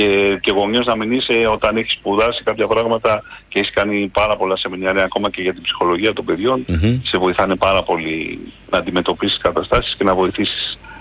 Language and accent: Greek; Korydallos, Nikaia, Attica, Greece; Αγαπάω τον Πειραιά, αγαπάω την περιοχή μου, τον Κορυδαλό, την Νίκαια.